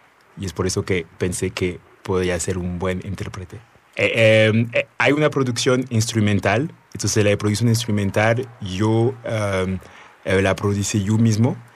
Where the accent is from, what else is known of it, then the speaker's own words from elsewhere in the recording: France; sí soy francés, pero pues mi sangre es de allá